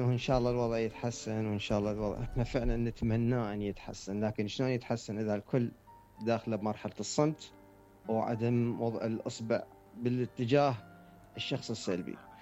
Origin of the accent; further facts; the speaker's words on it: Iraq; moved away; انا كعراقي من طلعت من العراق رحت هناك تايوان